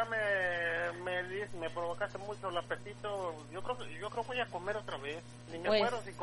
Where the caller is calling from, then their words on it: Sanger, California, United States; de Sanger.